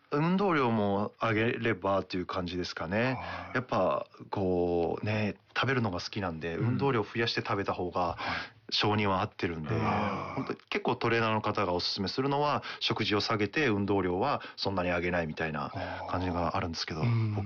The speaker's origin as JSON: {"language": "Japanese", "town": "Nagoya", "region": "Aichi", "country": "Japan", "said": "はい、名古屋です"}